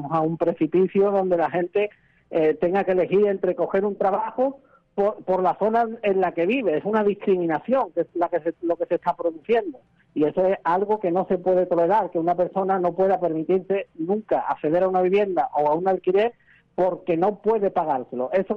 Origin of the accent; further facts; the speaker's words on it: Ronda, Andalusia, Spain; Digo, yo soy de Ronda y es que no os imagináis cómo ya afecta ese tema de la vivienda